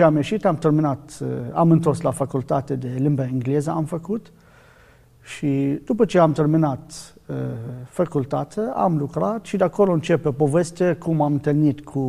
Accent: Iraq; first language Arabic; Romanian is a second language; moved away; eu sunt din Irak

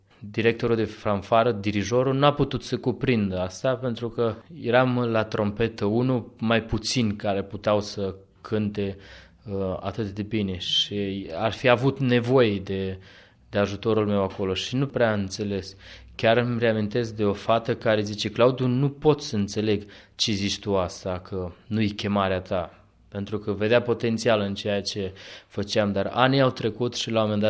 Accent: Romania; now in Madrid, Spain; pentru că biserica în care am crescut în România, ei nu promovau misiunea locală sau internațională.

